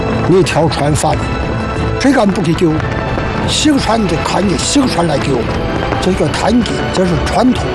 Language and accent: Chinese; China; 我是中国人，谁也不爱自己祖国